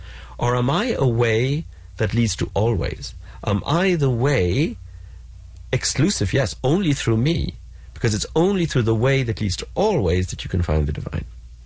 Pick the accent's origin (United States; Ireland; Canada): Ireland; I grew up in Ireland